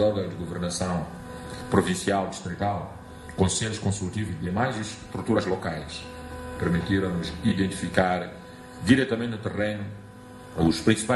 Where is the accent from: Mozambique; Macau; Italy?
Mozambique